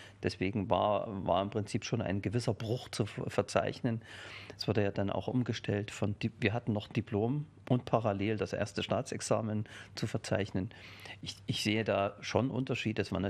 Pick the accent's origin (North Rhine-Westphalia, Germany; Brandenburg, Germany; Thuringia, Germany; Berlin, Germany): Thuringia, Germany; Hirschberg an der Saale; born there; Also bin gebürtiger Thüringer, bin 1965 in Hirschberg an der Saale geboren, im südöstlichsten Zipfel Thüringens, kann man sagen, genau an der Grenze zwischen Bayern, Thüringen und Sachsen.